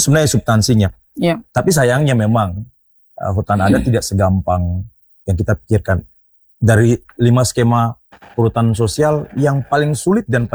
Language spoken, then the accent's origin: Indonesian; Papua, Indonesia; kita orang Papua ini